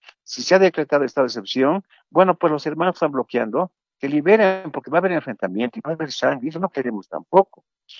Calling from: La Paz, Bolivia; Yo como paseño

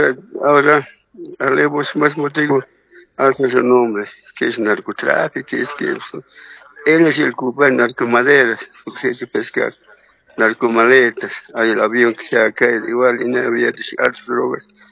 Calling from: Bolivia

